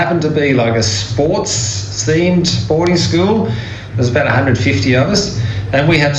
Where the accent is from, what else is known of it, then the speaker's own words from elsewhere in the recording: Denmark; now in Australia; So, I was born and grew up in Denmark, Europe, and back in the 60s.